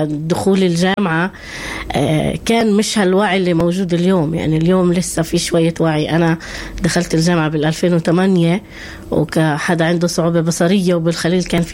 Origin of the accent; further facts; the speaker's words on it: Palestine; إحنا كشعب فلسطيني متمسكين بالحياة.